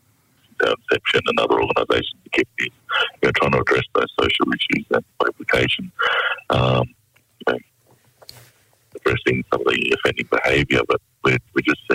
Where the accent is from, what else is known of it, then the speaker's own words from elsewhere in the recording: Broome, Western Australia, Australia; I'm originally from Broome and have connections to Yarra and Tawajawa country.